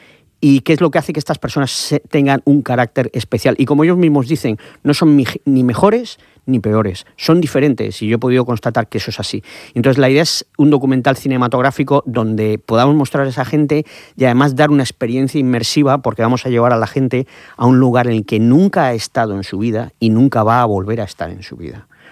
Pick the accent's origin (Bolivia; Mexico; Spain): Spain; Region of Murcia; yo creo que como murcianos y como y sobre todo los de Cartagena